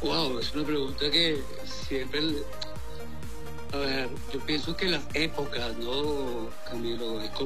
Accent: San Cristóbal, Táchira, Venezuela; moved away; Yo me crié en San Cristóbal, estado Táchira, la cual amo, y la mi selección es Venezuela.

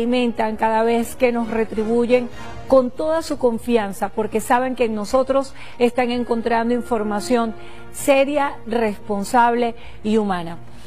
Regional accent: Venezuela; hemos sembrado como venezolanos en todo el mundo

